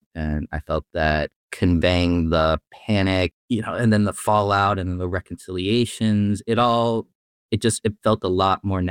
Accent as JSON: {"language": "English", "town": "Longmeadow", "region": "Massachusetts", "country": "United States", "tie": "born or raised there", "said": "So I grew up in Longmeadow, and I have very, very strong connections to the place. Very, very fond memories of growing up there."}